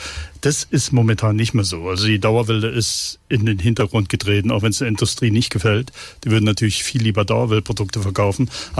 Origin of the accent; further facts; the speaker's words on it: Saarland, Germany; Und ich komme aus dem Saarland und direkt an der französischen Grenze in Frankreich war der Friseurbesuch sündhaft teuer.